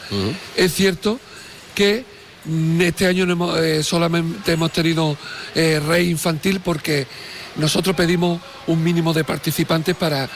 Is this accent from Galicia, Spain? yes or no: no; Andalusia, Spain; en Andalucía tenemos la suerte de tener traje de gitana